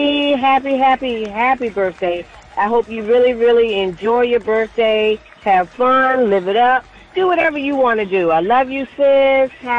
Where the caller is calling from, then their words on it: Virginia, United States; I'm calling from Virginia